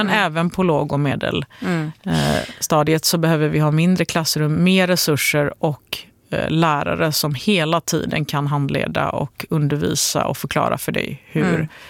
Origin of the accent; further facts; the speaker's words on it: Gothenburg, Västra Götaland County, Sweden; Det är jag väldigt glad över som gammal göteborgare.